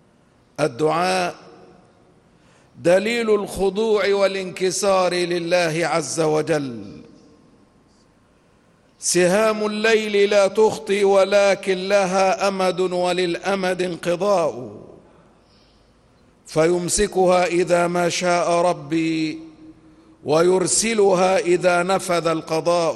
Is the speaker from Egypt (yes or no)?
yes; Egypt